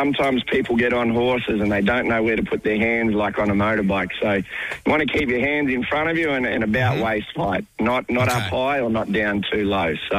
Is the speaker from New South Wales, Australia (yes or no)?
yes; Berkeley Vale, New South Wales, Australia; now in Bulahdelah, Australia; I live now up at Bulladela, an hour north of Newcastle, but I get down that way a bit. I'm originally from Berkeleyvale, so...